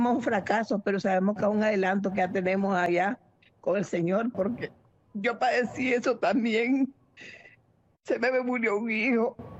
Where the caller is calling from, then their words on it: Masaya, Nicaragua; de Nicaragua, Masaya.